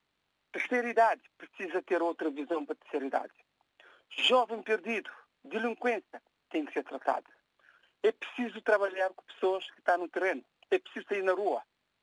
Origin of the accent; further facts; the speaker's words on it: Praia, Cape Verde; só para fazer Palmarejo, Platô, ou Várzea, onde eu nasci e cresci, que é menos que 1 quilômetro